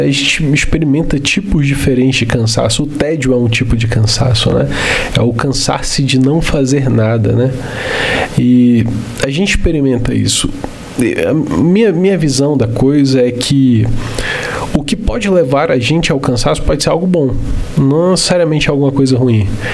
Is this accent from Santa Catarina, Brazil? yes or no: no; Belém, Pará, Brazil; lá na minha casa, quando eu era garoto, lá em Belém ainda, do Pará, dia de domingo era um dia que comumente a gente tomava açaí, né?